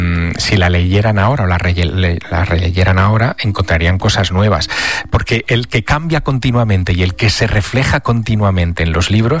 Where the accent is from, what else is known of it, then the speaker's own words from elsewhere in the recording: Teruel, Aragon, Spain; Me lo vas a contar a mí, que soy de Teruel, que el territorio me lo conozco mucho y que sé la riqueza paleontológica que tiene Teruel.